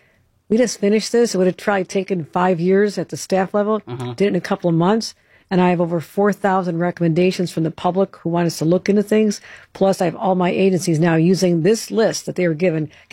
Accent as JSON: {"language": "English", "town": "Buffalo", "region": "New York", "country": "United States", "said": "the forces that drove, I'm from Buffalo, drove everybody I knew out of a job when Bethlehem Steel left"}